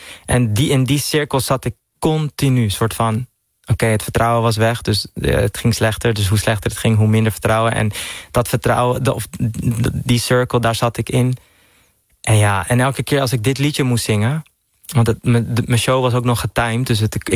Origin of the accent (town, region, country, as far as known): Netherlands